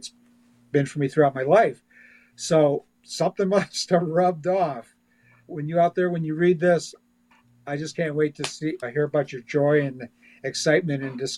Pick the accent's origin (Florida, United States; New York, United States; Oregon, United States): Florida, United States; also born or lived in Flagstaff; I am a Navajo, and I was born in Flagstaff, Arizona. And surprise, I am also half Spanish. So I've lived with internal conflict my whole life. But I pretty much have lived here in Florida since I was about six.